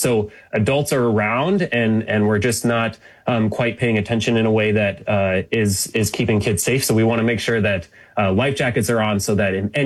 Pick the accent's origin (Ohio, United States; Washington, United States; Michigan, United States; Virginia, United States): Washington, United States; Federal Way; I grew up in Federal Way, and I just absolutely love the community of the south end of Seattle.